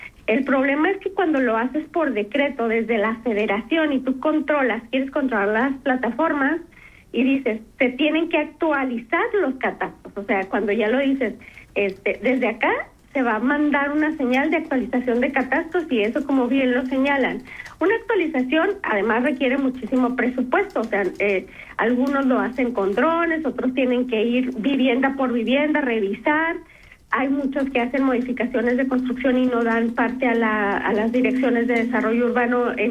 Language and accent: Spanish; Chihuahua, Mexico; En Chihuahua capital. Yo soy de Chihuahua.